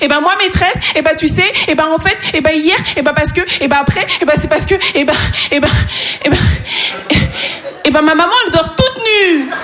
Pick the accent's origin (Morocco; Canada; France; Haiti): France; Île-de-France; born there